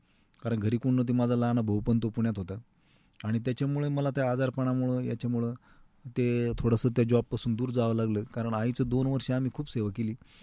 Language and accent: Marathi; Maharashtra, India; मुळा आणि प्रवर, आमच्या गावापासून 5 किलोमीटर संगम आहे दोन्हीचा